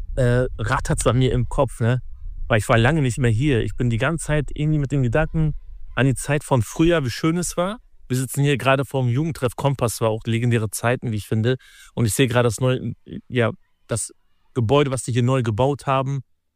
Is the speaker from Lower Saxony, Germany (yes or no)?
yes; Osnabrück, Lower Saxony, Germany; moved away as an adult; Ich war hier auf der Heiligenweg-Schule. Ich bin in Osnabrück geboren und dann bis ich 19 war, war ich tatsächlich so Schinkelaner.